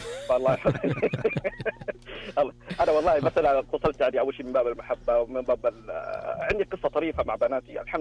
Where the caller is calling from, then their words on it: Dammam, Eastern Province, Saudi Arabia; اليوم احنا متحمسين من الدمام.